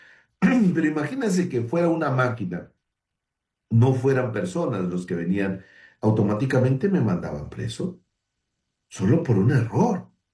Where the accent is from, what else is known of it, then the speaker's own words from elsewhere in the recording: Tumbes, Peru; Recuerdo que hace mucho tiempo, les cuento algo muy personal, yo soy de Tumbes, en el norte